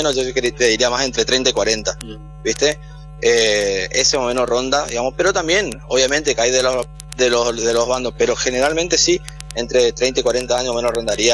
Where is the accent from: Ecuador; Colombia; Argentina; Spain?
Argentina